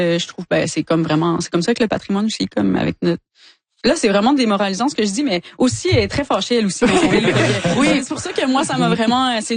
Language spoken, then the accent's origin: French; Quebec, Canada; born or raised there